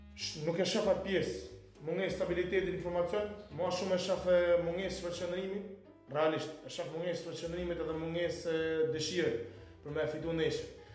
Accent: Shkodër, Shkodër County, Albania; si qytetarë Shkodran, jemi tash 20 sa vite pritje të titullit kampion

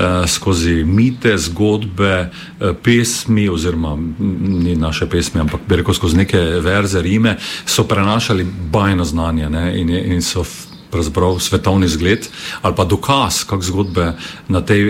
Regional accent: Styria, Slovenia; malo iti na to našo štajarsko, bi rekel, pripadnost naši državi, zdaj, ko je nam praznik za nami, da smo Slovenci

